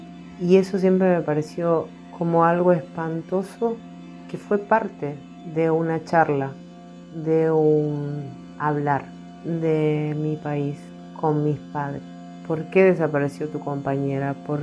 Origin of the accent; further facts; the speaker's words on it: Argentina; born there; nací en Argentina